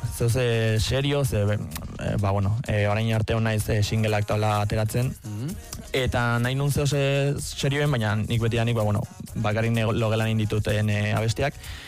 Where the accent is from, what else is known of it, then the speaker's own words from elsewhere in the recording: Errenteria, Basque Country, Spain; Gero hirugarrena nire herrian, Errenteria horretan.